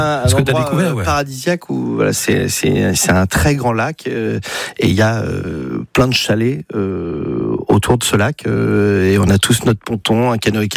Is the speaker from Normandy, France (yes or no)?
no; Paris, Île-de-France, France; Mais et après, moi, j'ai grandi à la Contrescarpe.